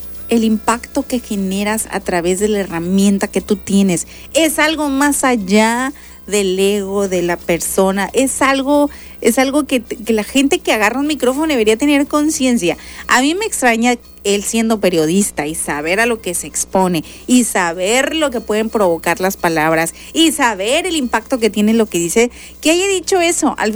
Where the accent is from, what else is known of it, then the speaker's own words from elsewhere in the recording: Mexico; a nosotros como mexicanos